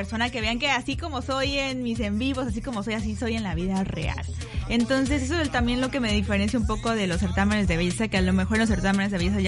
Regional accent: Veracruz, Mexico; yo de niña, todos los que somos veracruzanos

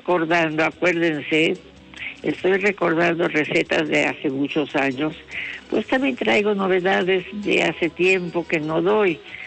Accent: Mexico; Que para nosotros los mexicanos, o al menos los que sentimos que somos mexicanos

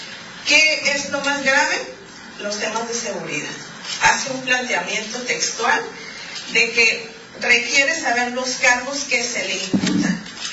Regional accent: Baja California, Mexico; somos ciudadanos baja californianos antes que políticos.

